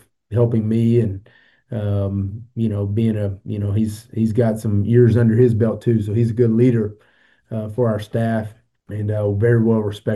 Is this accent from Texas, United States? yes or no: yes; Hallsville, Texas, United States; now in Lindale, United States; We are from Hallsville, me and my brothers, and my wife is also from Hallsville.